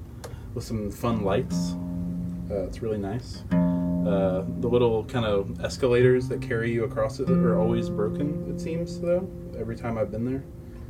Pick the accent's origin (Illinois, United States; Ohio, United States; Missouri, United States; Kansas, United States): Missouri, United States; St. Louis; now in Maine, United States; I'm from St. Louis originally